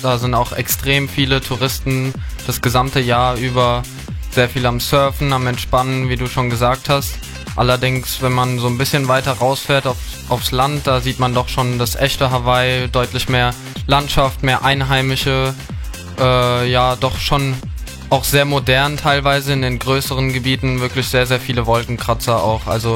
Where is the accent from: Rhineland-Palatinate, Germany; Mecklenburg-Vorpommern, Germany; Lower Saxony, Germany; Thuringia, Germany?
Rhineland-Palatinate, Germany; Bad Münster am Stein-Ebernburg; moved away as an adult; ich komme ja aus Bad Münster